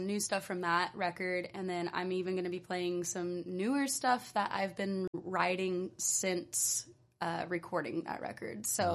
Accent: Humboldt, California, United States; moved away as an adult; also born or lived in Santa Cruz, California; Well, I'm five generations on both sides of the family. I'm from Humboldt. So this place has always been home.

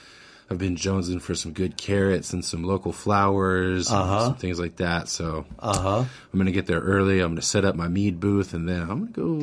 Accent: McKinleyville, California, United States; also born or lived in Austin, Texas; I grew up in McKinleyville.

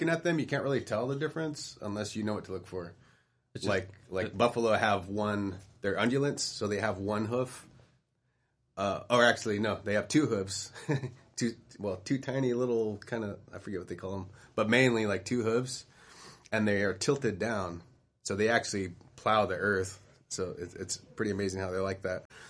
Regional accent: California, United States; I grew up in the San Joaquin Valley, and cattle down there, I mean, they're literally like walking in their own excrement all the time, you know.

